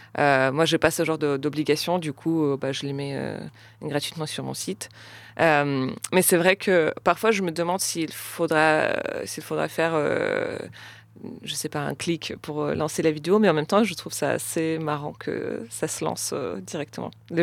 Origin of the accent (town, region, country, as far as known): Russia; born or raised there